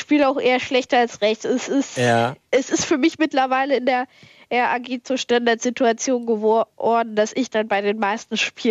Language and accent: German; Hanover, Lower Saxony, Germany; Ich komme aus Hannover und rufe auch von dort gerade an.